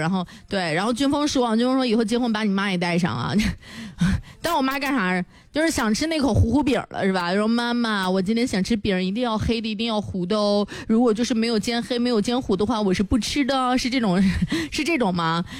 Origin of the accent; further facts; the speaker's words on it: Linfen, Shanxi, China; 我是林峰人，我从小生活在林峰，我的母亲是东关那边的啊，我的爸爸是河西的，我们家目前啊。在瑶都区居住啊